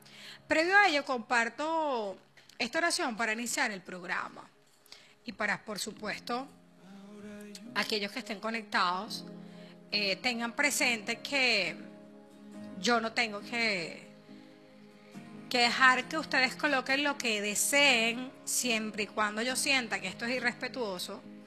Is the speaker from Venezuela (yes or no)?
yes; Venezuela; Esto es algo que realmente nos está afectando a todos como ciudadanos y como venezolanos.